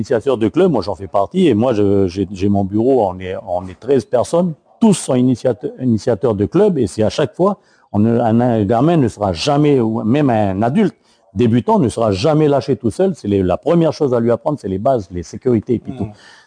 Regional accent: New Caledonia; c'est ça qu'on vise en tous les cas quand on est calédonien.

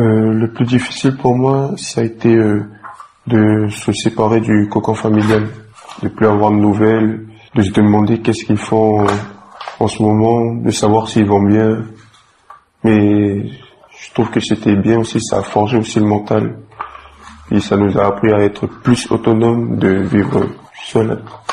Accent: Nouméa, South Province, New Caledonia; j'ai 21 ans et je suis de la Calédonie, en Magenta.

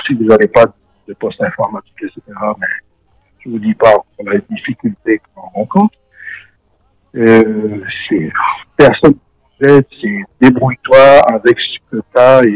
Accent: New Caledonia; born there; Enfin, je suis calédonien de naissance, mais ayant voyagé un peu partout, à Tahiti, etc.

